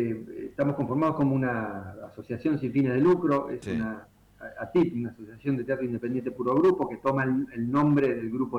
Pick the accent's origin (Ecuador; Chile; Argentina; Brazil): Argentina; Paraná, Entre Ríos; also born or lived in Buenos Aires / Las Grutas; now in Viedma, Argentina; Yo no soy de acá, yo soy de Entre Ríos, de Paraná. Fui a Buenos Aires unos años, después fui bajando para el sur, viví en las grutas y después hace cerca de 15 años